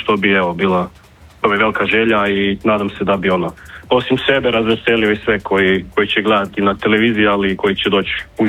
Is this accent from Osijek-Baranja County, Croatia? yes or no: yes; Osijek, Osijek-Baranja County, Croatia; i u Osijeku na svjetskom kupu kao pred domaćom publikom, ali ovo je ipak još nešto drugačije jer je moj rodni grad